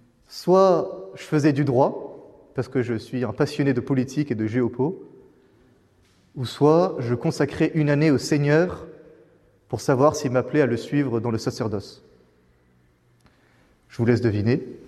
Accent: Nouvelle-Aquitaine, France; Je suis du Poitou.

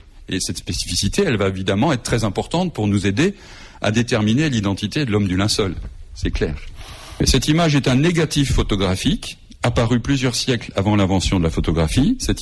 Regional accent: Lyon, Auvergne-Rhône-Alpes, France

